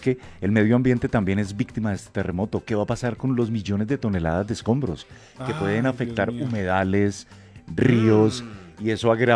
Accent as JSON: {"language": "Spanish", "country": "Colombia", "said": "Somos colombianos"}